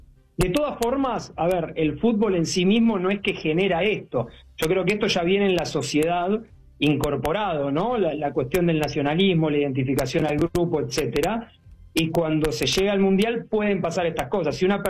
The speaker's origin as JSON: {"language": "Spanish", "country": "Argentina", "said": "siendo argentino soy muy fanático."}